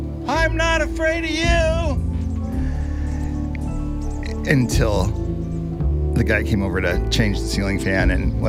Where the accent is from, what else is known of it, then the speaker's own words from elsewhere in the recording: Arizona, United States; You know, when I was young, I grew up in Arizona. And they had these great big, big skies.